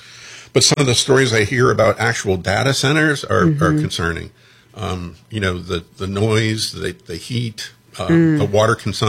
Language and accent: English; Fort Lauderdale, Florida, United States; Growing up in Fort Lauderdale, when I first moved there in the early mid '60s, you know, it was farmland and cow pastures, open spaces.